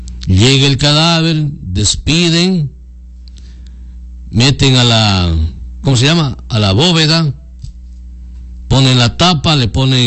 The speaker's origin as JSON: {"language": "Spanish", "region": "Loja", "country": "Ecuador", "tie": "born or raised there", "moved": "yes", "said": "al menos en mi tierra, Loja, se dice ponzoña, no aguja."}